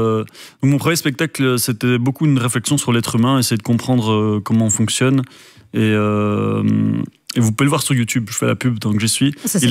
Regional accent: Belgium; en tant que Belge

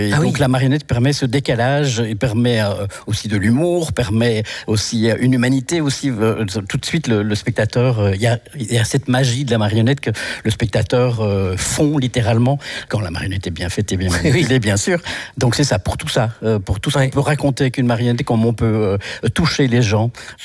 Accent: Brussels, Belgium; now in Genappe, Belgium; Je viens de Bruxelles.

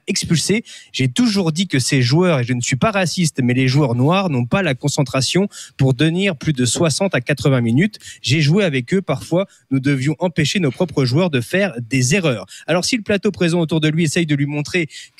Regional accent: Normandy, France; Oui, en même temps, en France, en ce moment, on sait aussi ce que c'est le soleil, puisque chez moi, en Normandie, il fait quand même 40 degrés.

